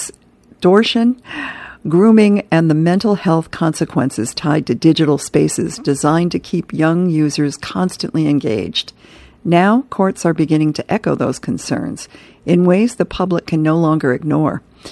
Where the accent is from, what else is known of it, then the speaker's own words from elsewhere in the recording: Danville, Illinois, United States; In my hometown of Danville, Illinois, only about 17% of adults have one.